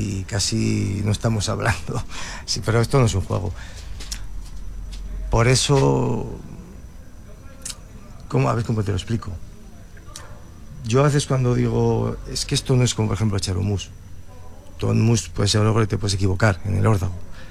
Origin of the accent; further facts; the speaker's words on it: Peñafiel, Castile and León, Spain; Peñafiel es mi pueblo.